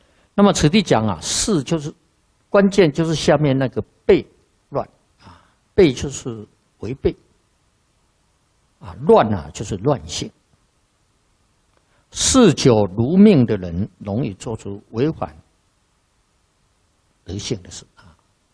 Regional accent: China

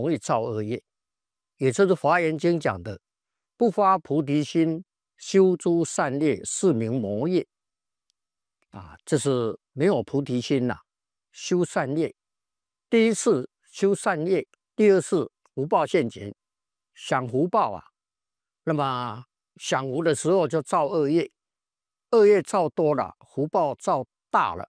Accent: China; 但是就是我们中国人常讲的为富不仁的

